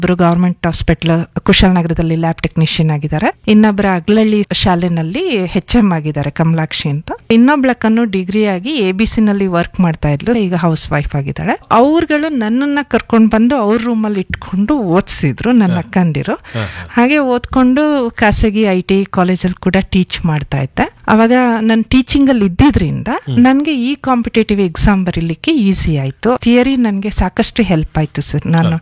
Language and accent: Kannada; Kontana Mane, Karnataka, India; born there